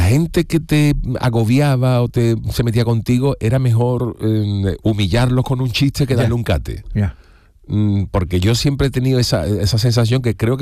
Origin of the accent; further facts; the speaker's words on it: Cádiz, Andalusia, Spain; born there; Yo soy beduino, porque en Cádiz, como tú bien dices, los beduinos se le conocen de murallas para afuera, lo que es la puerta de tierra. Pero yo nací en Cádiz. O sea, yo de nacimiento soy gadita.